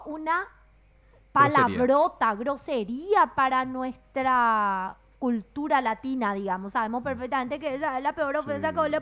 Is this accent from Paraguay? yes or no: yes; Paraguay; Pero nosotros como paraguayos pues no podemos permitir que estas agendas le manejen a un presidente paraguayo